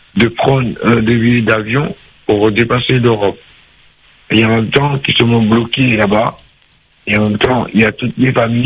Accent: Paris, Île-de-France, France; Je suis de Paris.

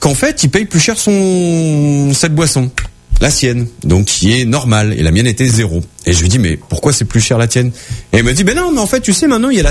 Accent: Réunion; chez nous à La Réunion

